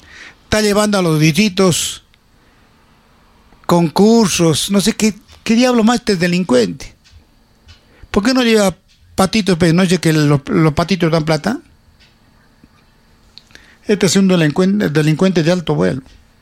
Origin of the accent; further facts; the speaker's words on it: Cerro Colorado, Arequipa, Peru; born there; Yo soy nacido en Cerro Colorado, soy cerreño de nacimiento.